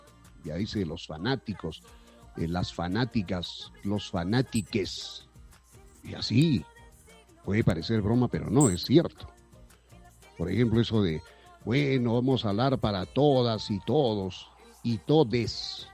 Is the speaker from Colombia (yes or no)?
no; Peru